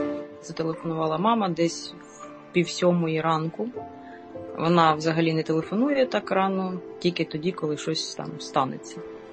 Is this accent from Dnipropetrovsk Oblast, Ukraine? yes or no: yes; Dnipro, Dnipropetrovsk Oblast, Ukraine; Я сама з Дніпра.